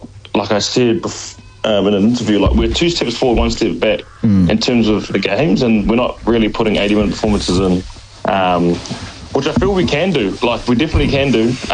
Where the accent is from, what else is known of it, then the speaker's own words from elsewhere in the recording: Wellington, New Zealand; now in Bay of Plenty, New Zealand; Like, I'm originally from Wellington, and coming into the Bay of Plenty, I realised how big it was